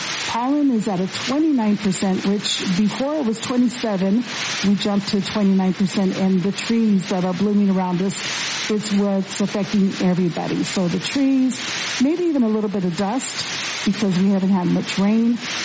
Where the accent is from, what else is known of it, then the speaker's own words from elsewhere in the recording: Mammoth, Arizona, United States; moved away; I was over in my hometown in Mammoth, Arizona.